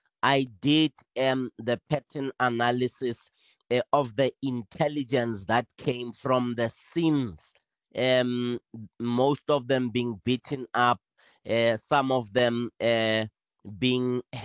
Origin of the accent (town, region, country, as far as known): South Africa